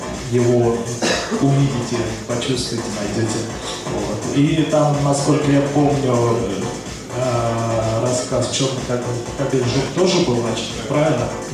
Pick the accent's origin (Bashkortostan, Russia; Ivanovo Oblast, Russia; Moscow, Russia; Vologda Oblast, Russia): Ivanovo Oblast, Russia; Ivanovo; Я сам из Иваново, из Ивановской области, человек сельский, деревенский.